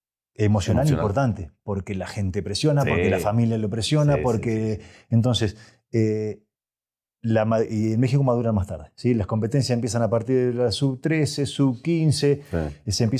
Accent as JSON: {"language": "Spanish", "country": "Argentina", "moved": "yes", "said": "El argentino, o la mayoría de los argentinos, que venimos de descendencia europea, tanto de españoles como de italianos"}